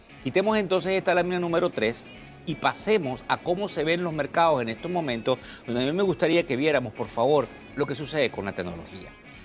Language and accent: Spanish; Venezuela; accent: Venezuelan; porque a veces no se comprende por la rapidez del lenguaje mío, porque mi acento es venezolano